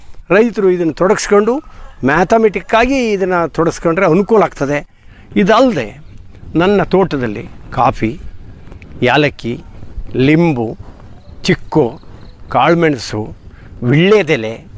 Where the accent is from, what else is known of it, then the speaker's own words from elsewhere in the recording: Koppa, Karnataka, India; ನನ್ನ ಊರು ಕೊಪ್ಪ, ಮಳ್ಳ ಗ್ರಾಮ, ಕಸಬಾ ಹೋಬಳಿ, ಸಾಗರ ತಾಲೂಕು. ನಾನೊಬ್ಬ ಕೃಷಿಕ.